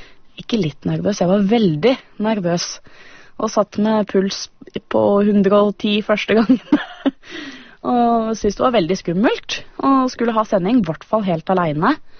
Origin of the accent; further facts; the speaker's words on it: Modum, Buskerud, Norway; also born or lived in Krokstadelva; Jeg er oppvokst i hovedsakelig i Modum. Så jeg sånn, føler meg som mest moing egentlig. Har også tilbrakt deler av oppveksten i Krokstadelva.